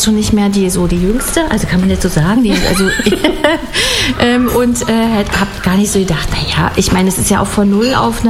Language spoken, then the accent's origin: German; Frankfurt, Brandenburg, Germany; Ich freue mich sehr, hier zu sein, in meiner Heimatstadt natürlich. Ich habe hier schon ein ganz erfülltes Herz. Beim Blick aus dem Fenster über Frankfurt-Oder ist echt toll.